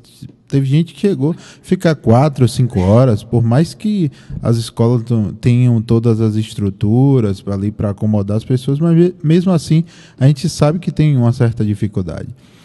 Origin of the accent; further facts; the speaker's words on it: Itatim, Bahia, Brazil; Um pessoal que já é de Itatim, nascido e criado em Itatim. … Acho que muita gente conheceu aqui na rua 7 de Setembro. Inclusive, resido lá até hoje.